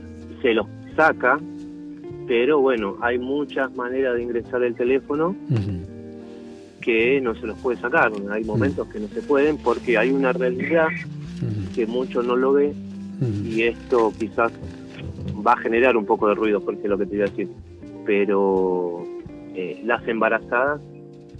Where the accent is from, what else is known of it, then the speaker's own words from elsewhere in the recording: San Justo, Argentina; De San Justo, señor.